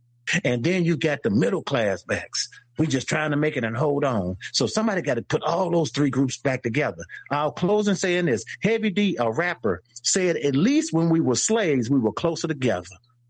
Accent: Charlotte, North Carolina, United States; I'm like, I don't know nothing about Mississippi. I'm from Charlotte. But once I got there, that fear left me.

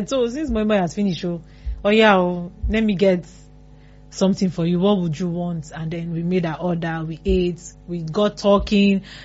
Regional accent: Benue, Nigeria; So I'm from Benue State, the Tiv tribe.

